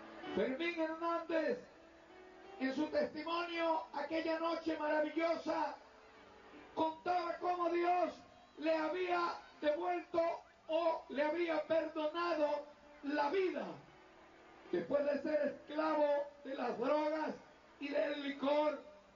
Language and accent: Spanish; Altagracia de Orituco, Guárico, Venezuela; A la edad de 14 años, en mi pueblo natal, la ciudad de Altagracia de Olinduco, en el estado Guárico